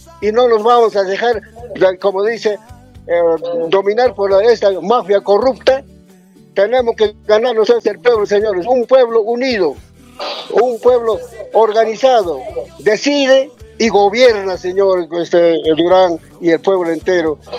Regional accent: Peru

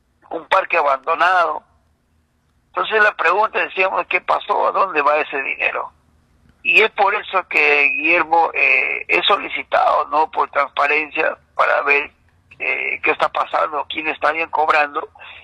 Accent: Puerto Yurinaki, Junín, Peru; mi pueblo está abandonado

